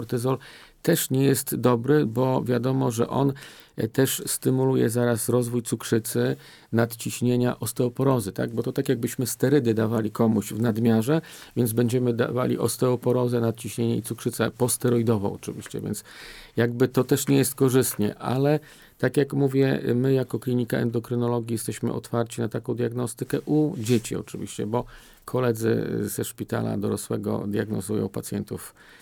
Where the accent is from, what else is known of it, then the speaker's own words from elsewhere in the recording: Podlaskie Voivodeship, Poland; bo ja jestem z Antoniuka, czyli bardzo blisko państwa tutaj redakcji